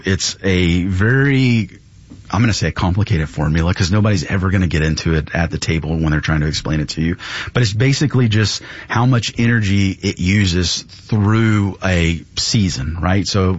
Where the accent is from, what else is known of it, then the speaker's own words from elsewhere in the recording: Florida, United States; moved away; I told you guys earlier that I'm from Florida. When I moved up here